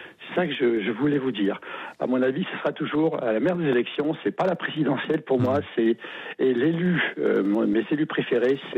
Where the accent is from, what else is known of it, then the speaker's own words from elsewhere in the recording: France; à mon avis, en tant que Français de base